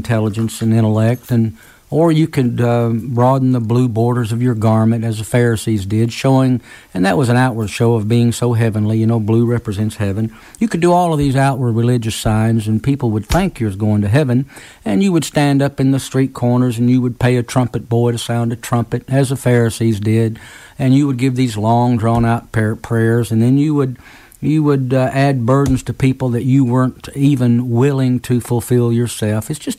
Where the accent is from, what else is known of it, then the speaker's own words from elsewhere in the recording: Tennessee, United States; now in Milton, Florida, United States; I grew up in Tennessee